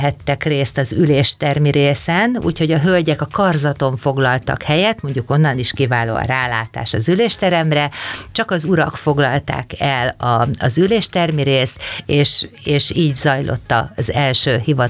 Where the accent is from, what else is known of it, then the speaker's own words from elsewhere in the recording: Kaposvár, Somogy, Hungary; Ezt én szeretném elmondani kaposváriként